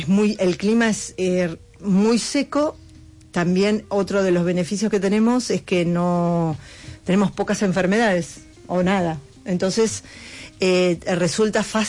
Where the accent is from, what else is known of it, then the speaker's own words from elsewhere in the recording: Buenos Aires, Argentina; Yo soy de San Telmo, sí.